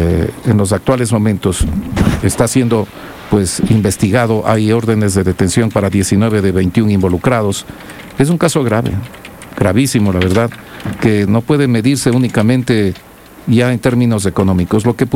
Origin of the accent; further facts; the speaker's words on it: Ecuador; un estado pobre como el nuestro, ¿no? Estafaron, robaron a un estado pobre como el ecuatoriano